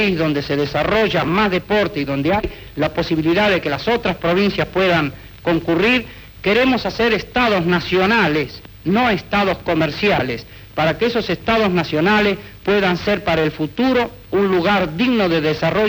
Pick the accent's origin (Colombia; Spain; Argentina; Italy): Argentina; como argentinos verdaderos no queremos hacer.